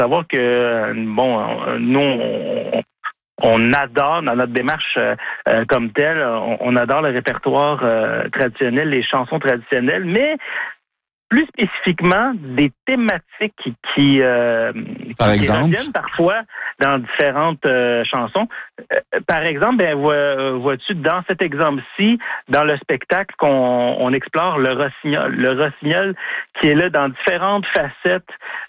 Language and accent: French; Saint-Justin, Quebec, Canada; Je suis natif de la Mauricie, donc de Saint-Justin plus précisément. Et puis je me suis établi là suite à mes études universitaires à Joliette.